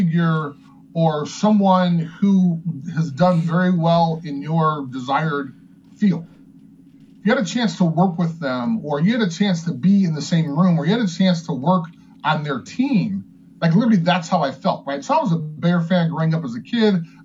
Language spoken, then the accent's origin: English; Chicago, Illinois, United States; being a Chicagoan, and being this kid who, like, literally had every dream come true as a young kid. And I had a great, great time in Chicago